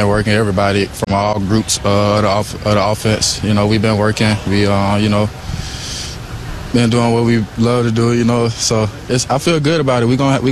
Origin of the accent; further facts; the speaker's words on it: Atlanta, Georgia, United States; I grew up in Atlanta, Georgia. I played for a team called Glenwood.